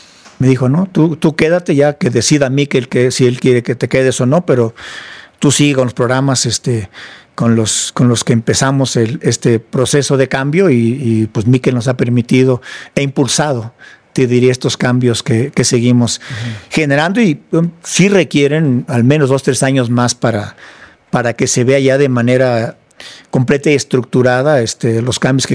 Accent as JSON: {"language": "Spanish", "country": "Mexico"}